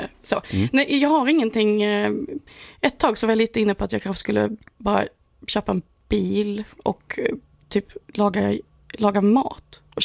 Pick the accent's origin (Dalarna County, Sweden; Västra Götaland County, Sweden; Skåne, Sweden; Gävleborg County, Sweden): Skåne, Sweden; Helsingborg; also born or lived in Stockholm; Jag spelar i Helsingborg, min hemstad. Mm. Och sen spelar jag i Stockholm som också är min hemstad.